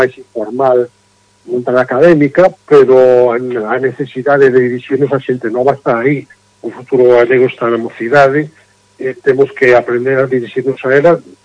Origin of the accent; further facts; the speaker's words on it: Galicia, Spain; una tradición que nos define como gallegos